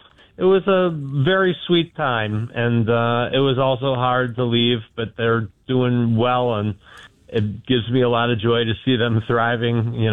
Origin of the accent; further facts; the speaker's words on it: Alexandria, Virginia, United States; moved away; I grew up in Alexandria, just outside of D.C.